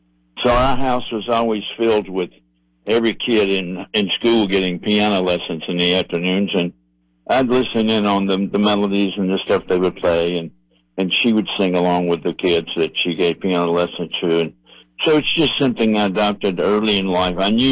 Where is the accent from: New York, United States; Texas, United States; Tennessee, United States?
Tennessee, United States; Born and raised in Tennessee. Yes, I was.